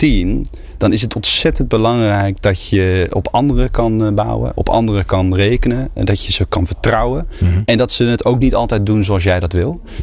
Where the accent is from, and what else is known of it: Netherlands